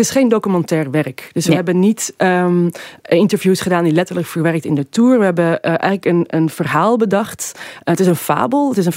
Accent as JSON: {"language": "Dutch", "town": "Amsterdam", "region": "North Holland", "country": "Netherlands", "lives_now": "Brussels, Belgium", "said": "Nee, ik kom uit Amsterdam en woon in Brussel."}